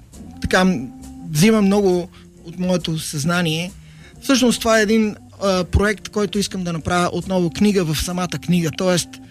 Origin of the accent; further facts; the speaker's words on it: Croatia; Bulgarian is a second language; И хърватин, да. А майка ми от Белене.